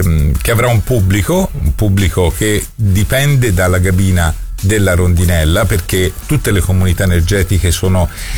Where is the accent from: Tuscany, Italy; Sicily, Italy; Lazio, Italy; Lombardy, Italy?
Tuscany, Italy; Rosignano Marittimo; also born or lived in Florence; Io premetto che non sono fiorentino, sono stato adottato da Firenze e amo questa città, la frequento da quando avevo 14 anni, che facevo forca a scuola e venivo da Rosignano a Firenze